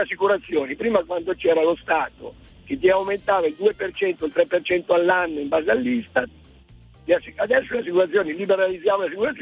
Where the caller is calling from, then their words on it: Novara, Piedmont, Italy; Io chiamo da Novara.